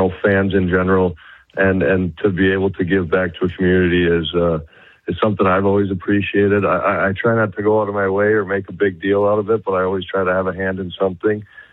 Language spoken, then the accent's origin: English; Stratford, Ontario, Canada; born there; also born or lived in Wainwright, Alberta; Yeah, I was born in Wainwright, and then when I was about 8 years old, moved out to Stratford, Ontario, and did most of my formative years were out there. But we still got a handful of ties in Wainwright.